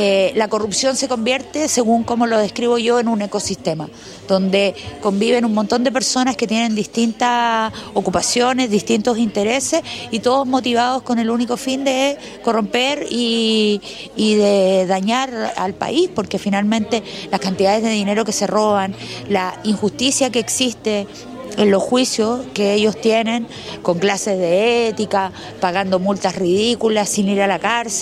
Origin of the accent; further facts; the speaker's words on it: Combarbalá, Coquimbo, Chile; moved away; Yo soy de acá, yo te contaba, yo soy de Comarbalá, no de La Serena, pero soy de la cuarta región.